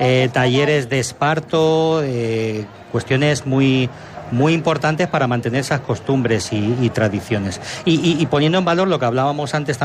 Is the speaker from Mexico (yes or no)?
no; Spain; yo que soy de Santana, pues el distrito 6